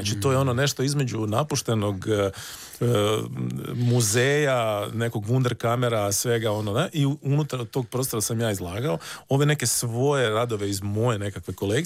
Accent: Sisak, Sisak-Moslavina County, Croatia; ja sam odrastao na Zibelu, koji je onako vrlo prekrasan dio Siska, koji je u blizu kupalište Zibel, tamo je rijeka, klizalište, sve nam je to bilo blizu i odrastao sam u zgradama.

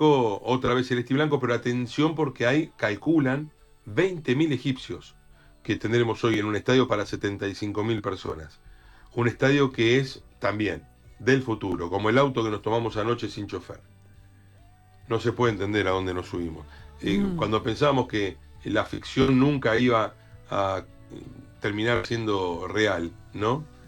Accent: Argentina; Yo soy nieto de españoles, no soy español, soy argentino.

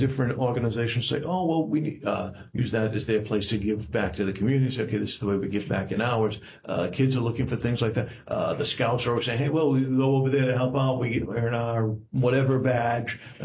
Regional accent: Fall River, Massachusetts, United States; I grew up in Fall River

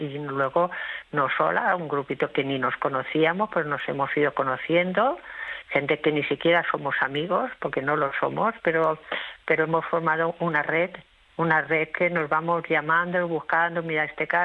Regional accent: Badalona, Catalonia, Spain

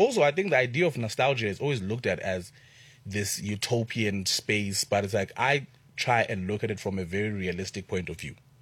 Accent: Eastern Cape, South Africa; I grew up in the Eastern Cape, where I come from a place where people just speak Xhosa

